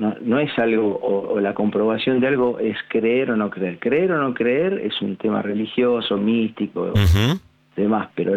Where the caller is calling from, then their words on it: Buenos Aires, Argentina; de Belgrano